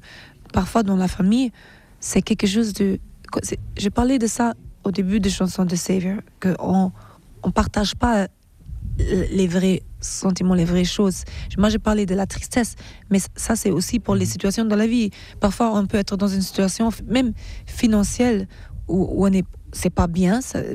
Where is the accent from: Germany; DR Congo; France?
Germany; French is a second language; j'aime les bretzels aussi parce que j'ai grandi en Allemagne et j'aime le foufou et le okra et le goussi de Nigeria.